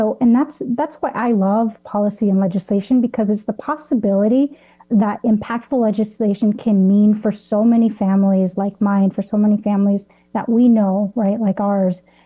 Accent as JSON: {"language": "English", "town": "Los Angeles", "region": "California", "country": "United States", "tie": "born or raised there", "said": "So I grew up in Los Angeles. My family actually used to drive to Tijuana, to Mexico, cross the border in order to get medical help, to get healthcare."}